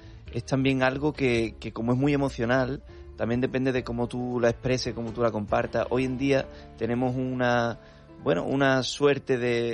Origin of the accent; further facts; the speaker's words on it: Utrera, Andalusia, Spain; de mi tierra, ¿no? De Utrera